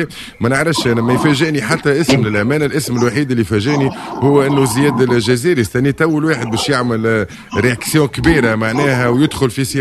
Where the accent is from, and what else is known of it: Tunisia